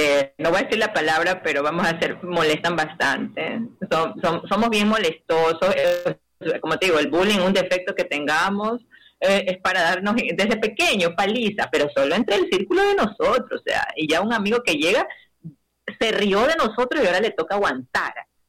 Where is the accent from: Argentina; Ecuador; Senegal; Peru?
Ecuador; aquí como ecuatorianos tenemos representantes internacionalmente